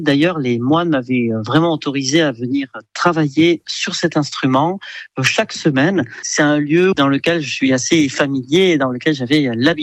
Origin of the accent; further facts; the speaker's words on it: Ayherre, Nouvelle-Aquitaine, France; c'est une abbaye qui est très proche de mon village natal, hein, qui est Ayer. Donc j'y ai été beaucoup quand j'étais petit.